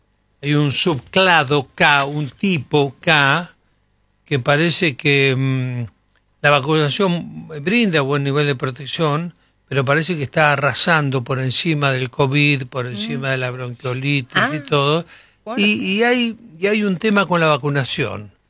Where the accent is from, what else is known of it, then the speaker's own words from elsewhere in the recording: Argentina; Y somos argentinos.